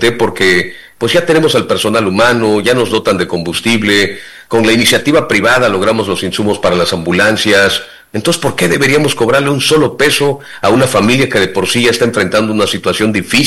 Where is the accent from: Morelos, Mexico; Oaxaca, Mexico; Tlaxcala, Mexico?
Oaxaca, Mexico; Juchitán; porque yo soy de Juchitán, vivo, madre, mi familia somos de Juchitán